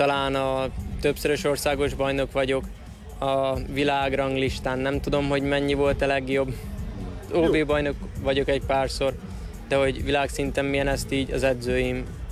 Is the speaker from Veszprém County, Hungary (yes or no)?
no; Paks, Tolna, Hungary; Nem, paksi vagyok